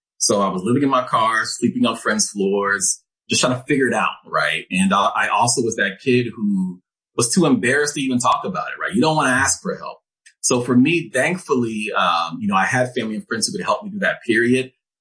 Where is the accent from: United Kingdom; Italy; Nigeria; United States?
Nigeria